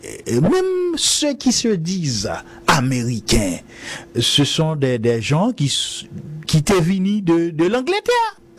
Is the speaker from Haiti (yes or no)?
yes; Haiti; Et par exemple, démocrate et pour haïtien, en tant qu'haïtien, y a un problème sous quoi valeur parti.